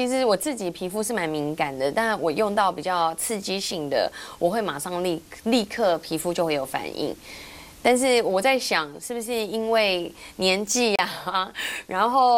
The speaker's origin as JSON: {"language": "Chinese", "country": "Taiwan", "said": "因为我们台湾人实在太爱买药了"}